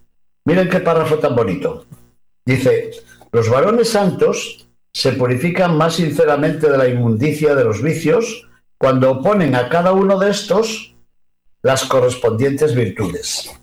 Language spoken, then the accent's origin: Spanish; León, Castile and León, Spain; cuyos restos guardamos celosamente en la basílica de su nombre en mi ciudad natal de León.